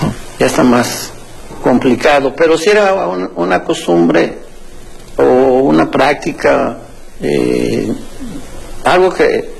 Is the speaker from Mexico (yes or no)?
yes; Texcoco, State of Mexico, Mexico; He sido alcalde de mi tierra, de Texcoco.